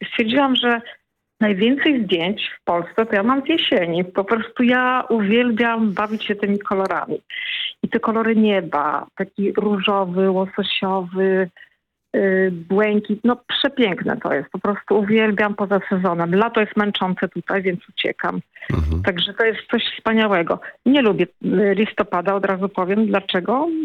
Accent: Tricity, Pomeranian Voivodeship, Poland; jestem z Trójmiasta, więc przyszłam się tam nad morze z Gdyni do Sopotu.

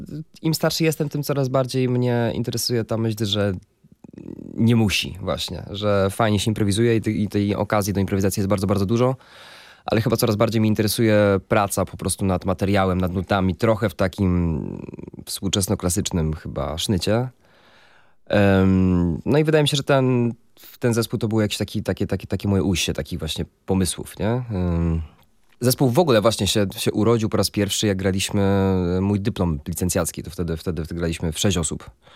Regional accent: Kalisz, Greater Poland Voivodeship, Poland; now in Gdańsk, Poland; Ja jestem z Kalisza, ale mieszkam w Gdańsku już od jakichś 7 lat teraz.

